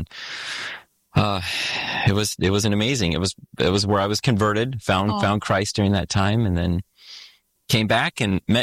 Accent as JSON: {"language": "English", "country": "Singapore", "tie": "born or raised there", "said": "I grew up in Singapore as a kid. My parents were missionaries."}